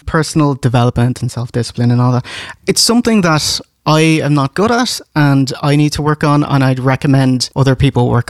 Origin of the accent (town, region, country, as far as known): Ireland